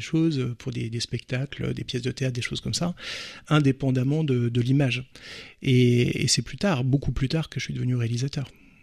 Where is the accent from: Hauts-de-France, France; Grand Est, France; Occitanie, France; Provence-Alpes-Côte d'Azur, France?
Grand Est, France; Nancy; moved away as an adult; also born or lived in Paris; Moi, je suis originaire de Nancy.